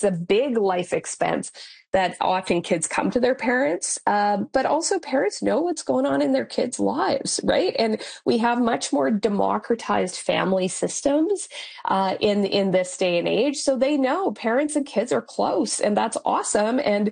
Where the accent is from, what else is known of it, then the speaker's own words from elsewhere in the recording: Saskatchewan, Canada; I grew up in Northern Saskatchewan